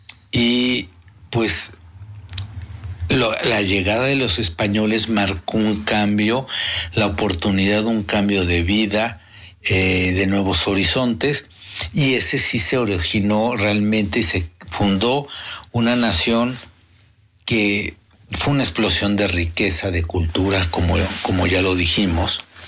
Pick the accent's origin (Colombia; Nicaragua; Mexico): Mexico